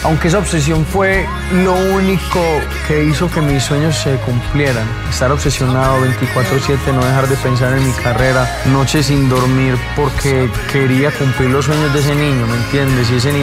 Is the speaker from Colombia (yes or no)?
yes; Medellín, Antioquia, Colombia; tengo la prioridad de disfrutar más mi tierra, Medellín, tengo la prioridad de volver cada vez más a mi esencia